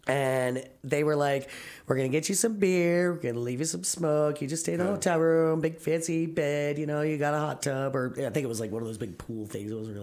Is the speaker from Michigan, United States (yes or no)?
yes; Detroit, Michigan, United States; I'm from Detroit, you know, like, not really like outside Detroit